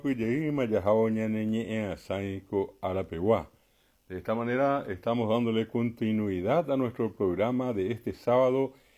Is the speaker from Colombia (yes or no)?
no; Paraguay; Con el guaraní somos paraguayos.